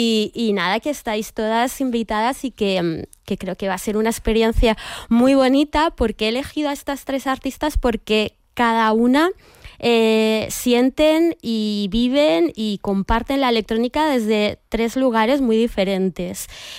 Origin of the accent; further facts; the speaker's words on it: Madrid, Community of Madrid, Spain; Que yo soy de Madrid y el proyecto está basado aquí